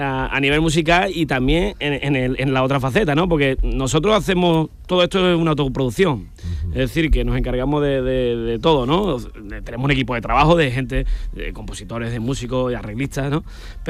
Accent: Rincón de la Victoria, Andalusia, Spain; porque nosotros somos de aquí, de Rincón de la Victoria, claro. de Málaga, un pueblo marinero

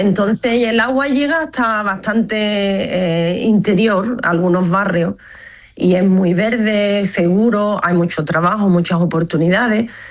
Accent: Cádiz, Andalusia, Spain; eso es lo que estudié en España, en Cádiz, de donde yo soy, o en Jerez.

